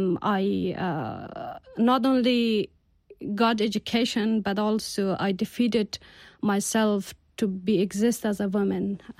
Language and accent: English; Bamyan, Afghanistan; English is a second language; I grew up in the Taliban, first of all, in a very rural area in Bamiyan province. I'm coming from Hazara community.